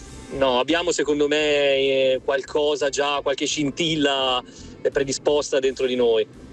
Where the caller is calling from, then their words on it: Milan, Lombardy, Italy; da Milano.